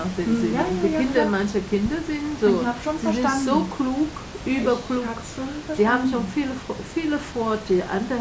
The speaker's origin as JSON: {"language": "German", "country": "Taiwan", "second_language": "German", "said": "Und jetzt sehe ich, was Taiwan, ich komme aus Taiwan, und Taiwan, junge Leute"}